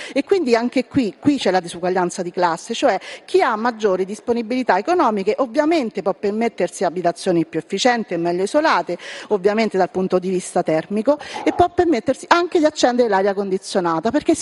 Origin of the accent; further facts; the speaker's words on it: Lazio, Italy; anche la mia terra, la Ciociaria